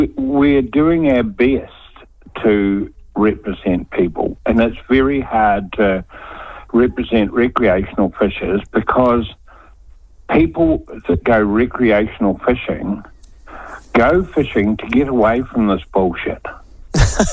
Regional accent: Southland, New Zealand; I'm the director, one of the directors from the deep south. I come from Southland.

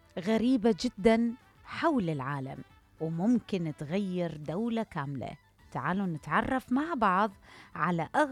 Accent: Iraq; عاداتنا كعراقيين

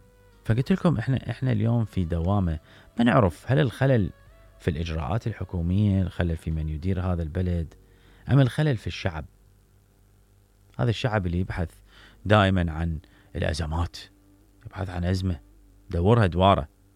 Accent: Iraq; فتخيلوا إلى أنه إحنا كمواطنين عراقيين لا نتأثر ولا نؤثر في بلدنا

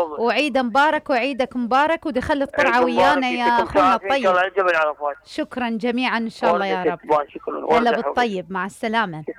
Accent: Iraq; احنا كعراقيين

